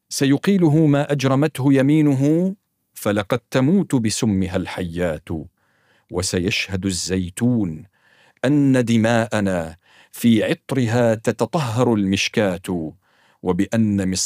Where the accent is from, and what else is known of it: Syria